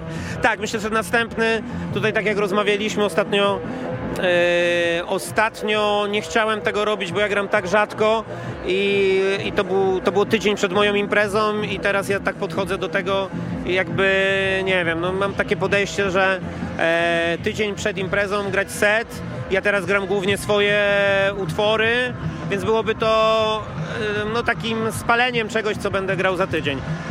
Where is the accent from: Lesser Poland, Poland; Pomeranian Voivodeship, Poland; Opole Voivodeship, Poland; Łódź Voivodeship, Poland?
Łódź Voivodeship, Poland; Łódź; jestem z Łodzi